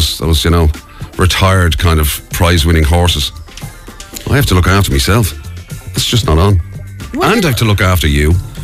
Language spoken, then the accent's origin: English; Dublin, Leinster, Ireland; I'm from Finglas